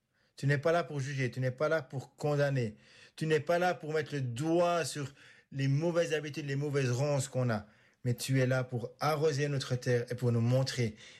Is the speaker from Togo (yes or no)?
no; Switzerland; moved away